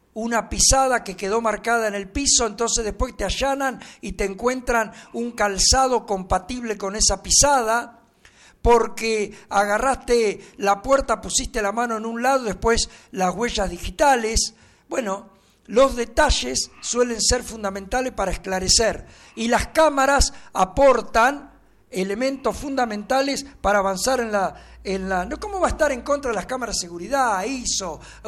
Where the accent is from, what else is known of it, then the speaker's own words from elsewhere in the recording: Argentina; also born or lived in Spain; Pero yo soy nacionalidad española también. Tengo doble nacionalidad, argentino y español.